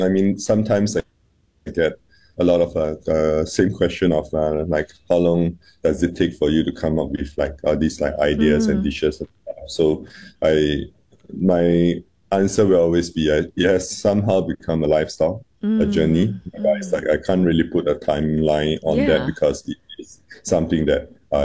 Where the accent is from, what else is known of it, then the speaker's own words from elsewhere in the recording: Singapore; our old place where I grew up itself was in Henderson.